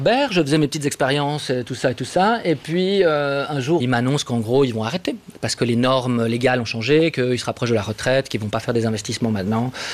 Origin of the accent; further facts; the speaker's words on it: Geneva, Switzerland; also born or lived in Vaud; Mais je viens de Genève, je suis né au Pâquis.